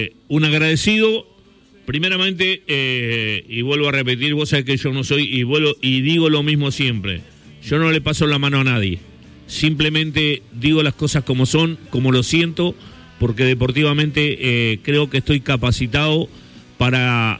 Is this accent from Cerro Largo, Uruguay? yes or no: yes; Melo, Cerro Largo, Uruguay